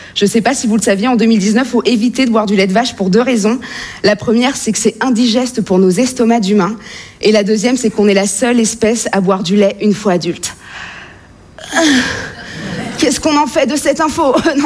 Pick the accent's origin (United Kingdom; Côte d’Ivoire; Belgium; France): France